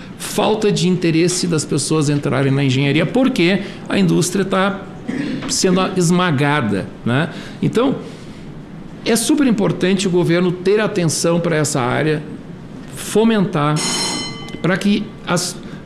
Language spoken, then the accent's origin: Portuguese; Porto Alegre, Rio Grande do Sul, Brazil; eu sou de Porto Alegre